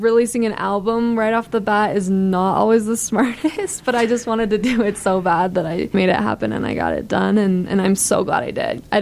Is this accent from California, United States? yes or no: no; Logan, Utah, United States; So I'm from Logan, Utah. I've been playing guitar since I was about 12. Been singing about since I was 9.